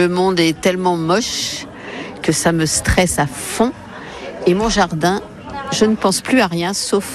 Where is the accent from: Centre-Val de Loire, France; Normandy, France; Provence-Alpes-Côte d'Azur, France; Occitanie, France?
Centre-Val de Loire, France; Orbigny; Non, je suis d'Orbigny, un petit village en haut sur le plateau.